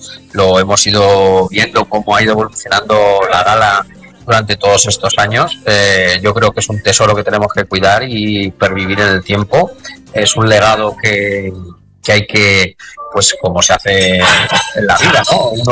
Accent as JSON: {"language": "Spanish", "country": "Spain"}